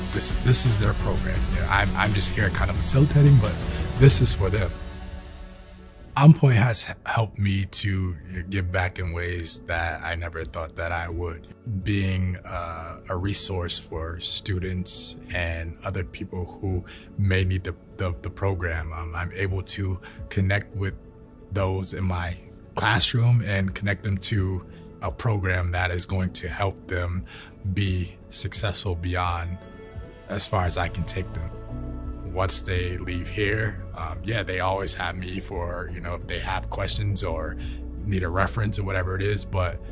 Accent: Syracuse, New York, United States; Because I'm from Syracuse and in a stage of my life where I have kids

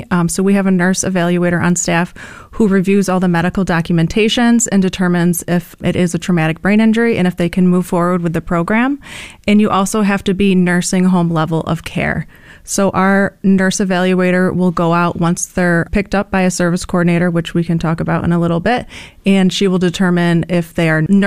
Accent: Syracuse, New York, United States; So I was born and raised in Syracuse, grew up here my whole life. I've been married for almost 10 years now, and I live in Westvale

